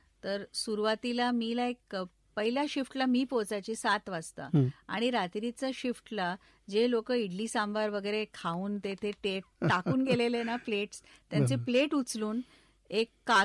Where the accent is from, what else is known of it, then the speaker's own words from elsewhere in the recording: Mumbai, Maharashtra, India; born there; Marathi is a second language; मुंबईत माझा जन्म झालाय, तर मी मूळ ऍक्च्युली महाराष्ट्राचीच आहे आणि आमच्या घरात नेहमी वेगवेगळी भाषा बोलण्याची पद्धत होती